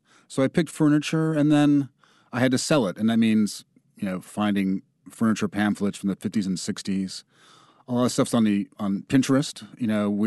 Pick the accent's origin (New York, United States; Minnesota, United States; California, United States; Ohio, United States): New York, United States; And I grew up in New York in the 80s, where you'd hear about Michael Griffith, Eleanor Bumpers.